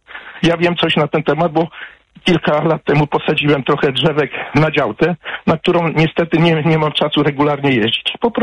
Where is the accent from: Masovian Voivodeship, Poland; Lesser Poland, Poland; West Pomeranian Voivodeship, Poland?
Masovian Voivodeship, Poland; Radzymin; born there